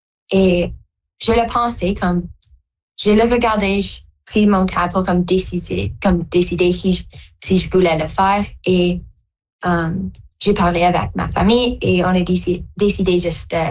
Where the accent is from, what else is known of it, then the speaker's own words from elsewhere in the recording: Timmins, Ontario, Canada; Je viens de Timmins. J'ai 13 ans.